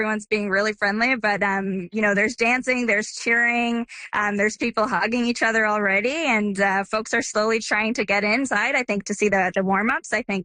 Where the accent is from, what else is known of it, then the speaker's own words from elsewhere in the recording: Canada; first language Croatian; English is a second language; You know, I grew up in Canada, but immersed in the Croatian culture. It was always, you know, I spoke Croatian before I even spoke English.